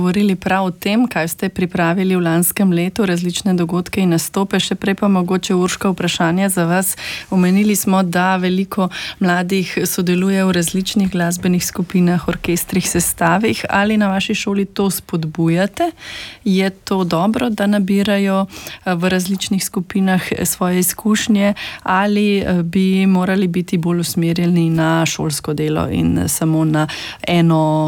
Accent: Ljubljana, Central Slovenia, Slovenia; Jaz, ki sem iz Ljubljane

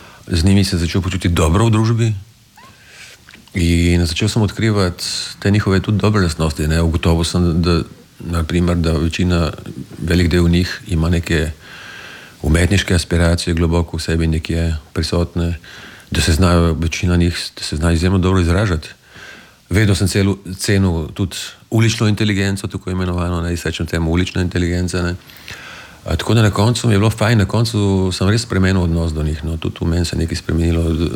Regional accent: Tolmin, Gorizia, Slovenia; also born or lived in Idrija / Ljubljana; Ja, odraščal sem v Tolminu potem, ja, do konca osnovne šole, potem so šel v Idrijo v gimnazijo, pa v dijaški dom, pa potem vojska, pa potem Ljubljana, pa tako naprej.

